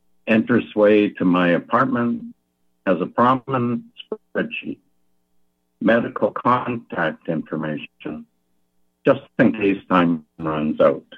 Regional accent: Toronto, Ontario, Canada; born there; moved away; also born or lived in Alberta; I was born in Toronto

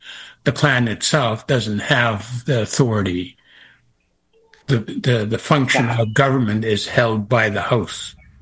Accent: British Columbia, Canada

